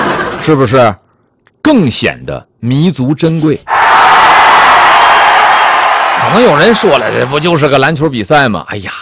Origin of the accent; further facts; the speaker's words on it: Shenyang, Liaoning, China; now in Tianjin, China; 拿我们老家沈阳